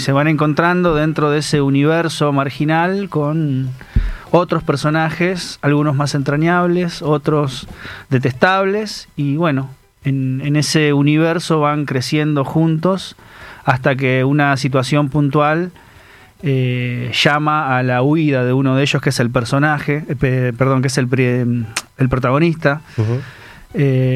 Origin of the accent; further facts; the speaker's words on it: Buenos Aires Province, Argentina; moved away as an adult; el lugar donde yo nací, me crié y viví durante muchos años, casi hasta los 30 años.